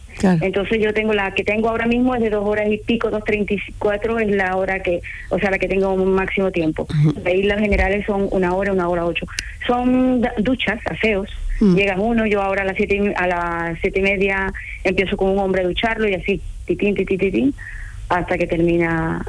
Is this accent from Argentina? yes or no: no; Ecuador; now in Spain